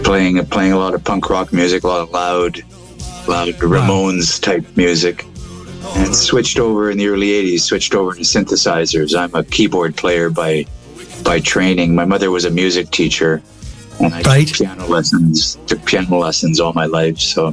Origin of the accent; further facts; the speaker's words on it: Montreal, Quebec, Canada; We grew up in French in Montreal. Right. We did all our schooling in French.